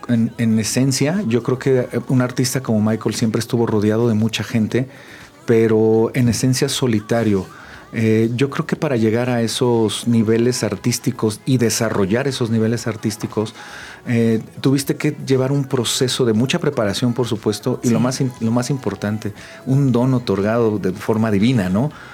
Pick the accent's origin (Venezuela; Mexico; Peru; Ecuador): Mexico; Mexico City; De aquí, de la Ciudad de México.